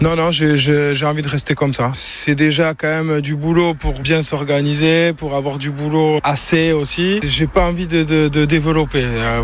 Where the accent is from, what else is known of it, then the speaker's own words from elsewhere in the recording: Nouvelle-Aquitaine, France; je suis originaire d'ici, ouais. Ouais, j'habitais à Chérotte, là maintenant j'habite à Mendit, c'est pas loin, ouais.